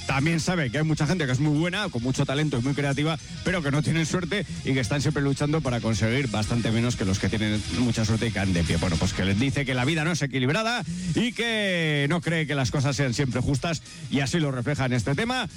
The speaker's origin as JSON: {"language": "Spanish", "town": "Lerín", "region": "Navarre", "country": "Spain", "said": "soy de Lerín"}